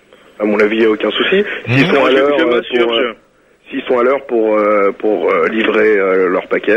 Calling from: Orléans, Centre-Val de Loire, France; J'appelle d'Orléans, 102.

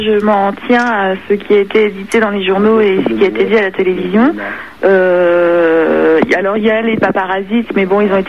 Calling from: Ris-Orangis, Île-de-France, France; J'appelle de Ris-Orangis.

